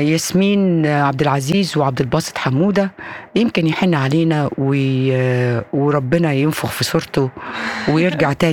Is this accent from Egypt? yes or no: yes; Egypt; وعندنا في مصر